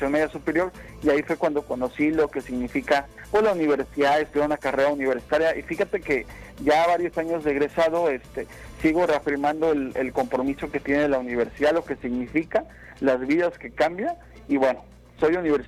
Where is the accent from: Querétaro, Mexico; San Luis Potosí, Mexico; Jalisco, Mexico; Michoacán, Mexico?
San Luis Potosí, Mexico; Ciudad Valles; Yo soy del municipio de Ciudad Valles